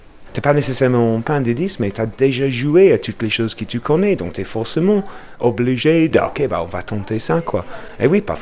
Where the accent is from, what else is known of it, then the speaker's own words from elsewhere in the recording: Bradford, Yorkshire and the Humber, United Kingdom; French is a second language; moved away as an adult; now in Lyon, France; je viens de Bradford, dans le nord de l'Angleterre.